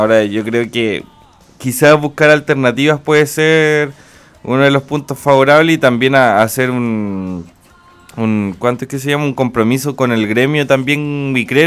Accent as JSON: {"language": "Spanish", "country": "Chile"}